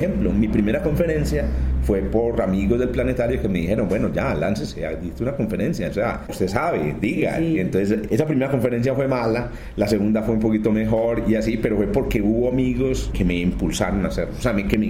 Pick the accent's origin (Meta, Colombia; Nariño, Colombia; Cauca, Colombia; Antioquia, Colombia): Antioquia, Colombia; Bello; yo soy de Bello, ¿sabes? Soy de Bello